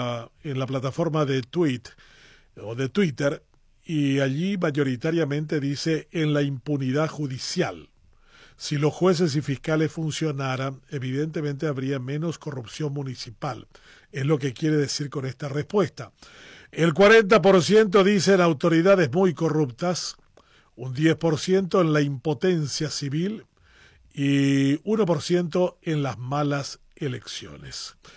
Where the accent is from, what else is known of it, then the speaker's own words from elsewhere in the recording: Paraguay; Nosotros tenemos casi la mitad de nuestra población viviendo fuera del Paraguay